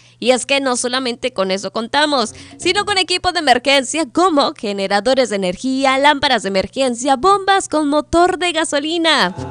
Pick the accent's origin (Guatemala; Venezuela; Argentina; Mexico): Mexico; como mexicanos aquí nos vale.